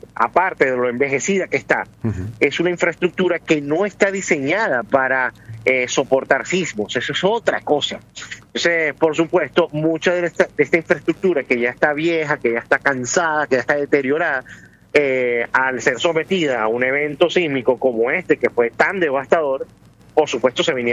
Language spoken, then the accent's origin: Spanish; Venezuela; esto lo digo como venezolano